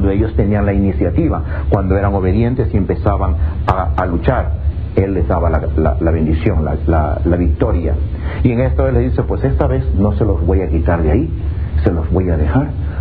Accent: Ecuador; moved away; en mi país, Ecuador

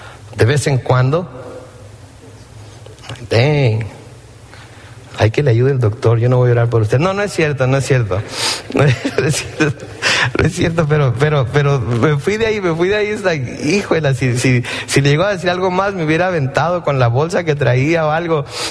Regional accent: Compton, California, United States; moved away; yo crecí en la ciudad de Campton. Y cuando yo crecí en Campton era una ciudad muy tranquila.

